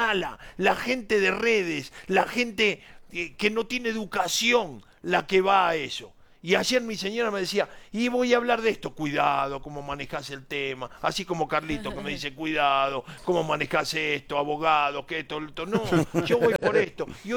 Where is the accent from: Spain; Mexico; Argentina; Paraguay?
Argentina; now in Colombia; 25.000 argentinos vivimos acá en Colombia y estamos orgullosos de vivir en esta tierra tan querida.